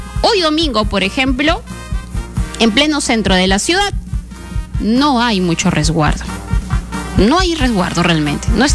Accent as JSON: {"language": "Spanish", "region": "Lambayeque", "country": "Peru", "said": "Nosotros, como lambayecanos, necesitamos de la seguridad que nos puede ofrecer la policía."}